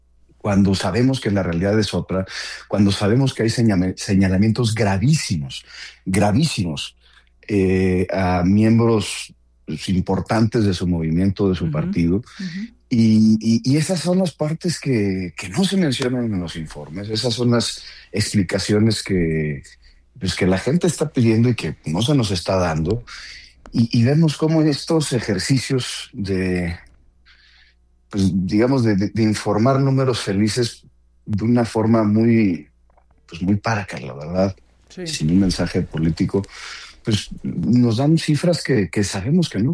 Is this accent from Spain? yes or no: no; Mexico